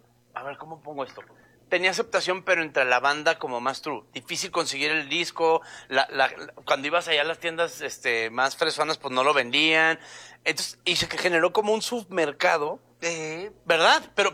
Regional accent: Mexico; El rock, al menos para nosotros que crecimos en el rock mexicano, siempre se convirtió en ese, como en ese desahogo, ¿no?

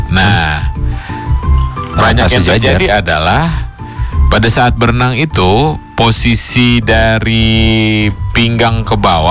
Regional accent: Batam, Riau Islands, Indonesia; gue kecilnya kan di Batam, jadi banyak pulau-pulau kecil.

